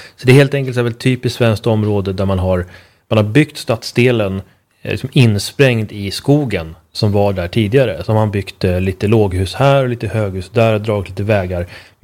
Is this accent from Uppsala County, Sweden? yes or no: yes; Uppsala, Uppsala County, Sweden; min hemstad Uppsala, utan från min hemstadsdel Eriksberg i Uppsalas sydvästra utkanter. Där är jag född och uppvuxen